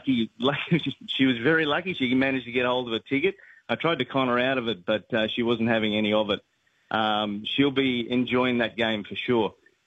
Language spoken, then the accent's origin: English; Australia; I get that little feeling of truly being an Aussie and being surrounded by Australians around the place.